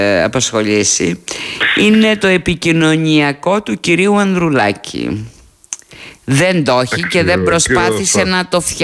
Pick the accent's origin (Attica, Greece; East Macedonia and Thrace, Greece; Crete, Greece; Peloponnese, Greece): Crete, Greece; Όσο και αν λατρεύω την Κρήτη, όσο περήφανη και αν είμαι για την πατρίδα μου, αυτό ήξερα, δεν μπορώ να βγαίνω στο ραδιόφωνο και αρχίζω.